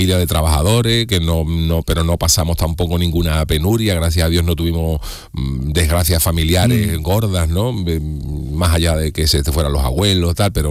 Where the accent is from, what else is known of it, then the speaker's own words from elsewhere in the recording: Cádiz, Andalusia, Spain; Yo soy beduino, porque en Cádiz, como tú bien dices, los beduinos se le conocen de murallas para afuera, lo que es la puerta de tierra. Pero yo nací en Cádiz, Cádiz. O sea, yo de nacimiento soy gadita.